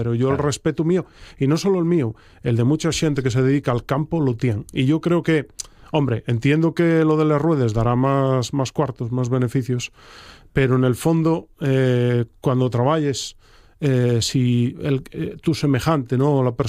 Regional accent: Oviedo, Asturias, Spain; moved away as an adult; Yo nací en Oviedo y críame en Oviedo y pasé toda la vida en Oviedo hasta los 27 o 28.

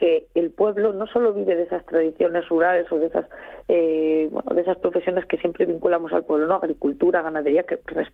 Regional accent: Boal, Asturias, Spain; para los que somos de Boal

